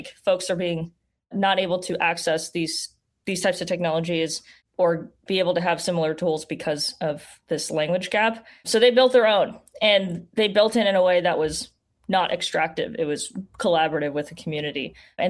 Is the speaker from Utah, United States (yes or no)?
no; Las Vegas, Nevada, United States; I'm from Las Vegas, by the way.